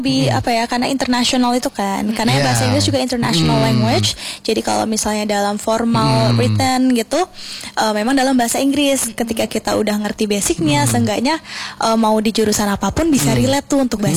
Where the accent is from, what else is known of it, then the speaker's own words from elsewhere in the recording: Jambi, Indonesia; born there; also born or lived in West Java / Jakarta; Aku kan kebetulan anak pertama juga dari 4 bersaudara. Cuman aku itu yang lahir di Jawa Barat. Terus kalau untuk SMP dan SMA-nya juga di Jambi.